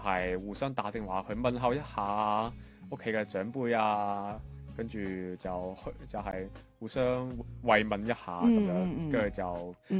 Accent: Macau; Hello， 大家好，我系嚟自中国澳门嘅

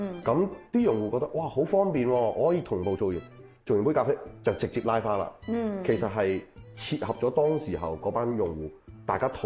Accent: China; 因為我哋睇到我哋中國人嘅進步好快，

